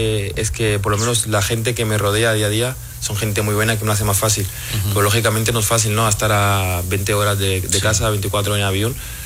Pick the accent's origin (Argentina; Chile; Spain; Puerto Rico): Spain; Barcelona, Catalonia; moved away; Yo soy de Barcelona